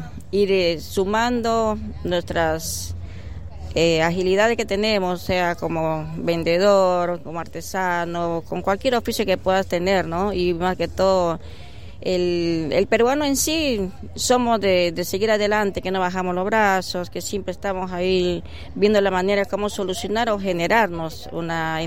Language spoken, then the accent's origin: Spanish; Mendoza, Argentina; soy de La Favorita y La Favorita abarca 45 barrios formales y 7 barrios informales. Hay mucha población de migrantes.